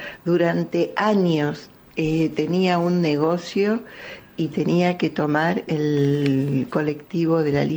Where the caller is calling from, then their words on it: Buenos Aires, Argentina; de Devoto.